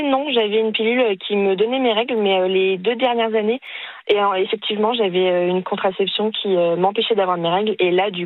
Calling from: Pays de la Loire, France; J'habite en Vendée.

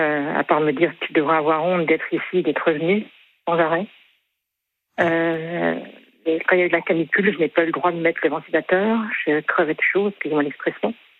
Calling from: Dijon, Bourgogne-Franche-Comté, France

